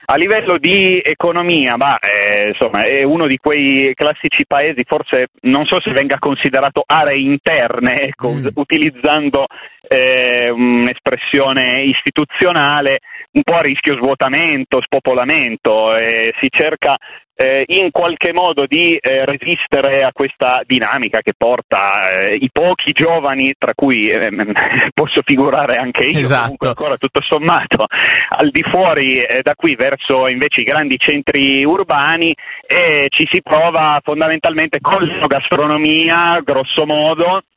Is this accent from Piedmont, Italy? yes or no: yes; Piedmont, Italy; accent: Piedmontese; also born or lived in Montechiaro d'Asti; now in Milan, Italy; con il mio accento piemontese che mi porto dietro